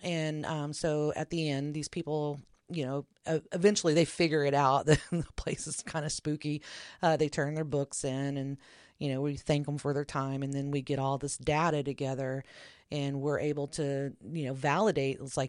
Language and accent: English; Oklahoma, United States; And I'm not from here. I am from Oklahoma. I have a book called Ghostlahoma.